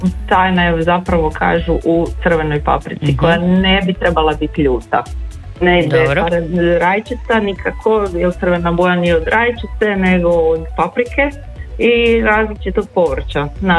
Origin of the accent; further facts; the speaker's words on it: Petrinja, Sisak-Moslavina County, Croatia; kod nas u Petrinji obično i biva